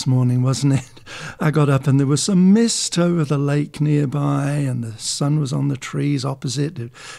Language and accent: English; England, United Kingdom; accent: English; now in Albany, Australia; It was so cold, my English accent actually got a bit stronger.